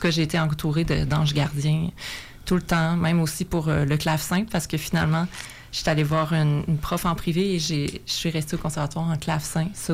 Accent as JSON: {"language": "French", "region": "Quebec", "country": "Canada", "tie": "born there", "said": "Moi, je suis née au Lac-Saint-Jean."}